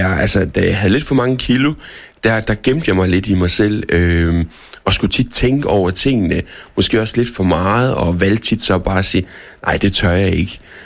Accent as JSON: {"language": "Danish", "town": "Randers", "region": "Central Denmark Region", "country": "Denmark", "tie": "born or raised there", "said": "Jeg er Randers-dreng."}